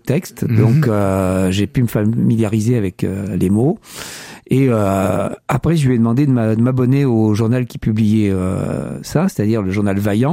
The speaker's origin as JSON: {"language": "French", "town": "Limoges", "region": "Nouvelle-Aquitaine", "country": "France", "tie": "born there", "said": "et même si je suis né à Limoges je le répète."}